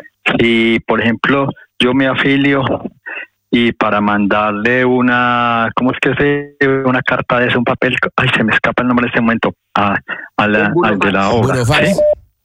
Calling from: Madrid, Community of Madrid, Spain; muy buenos días desde Madrid.

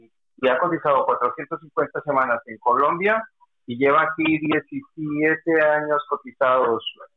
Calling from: Madrid, Community of Madrid, Spain; de Madrid.

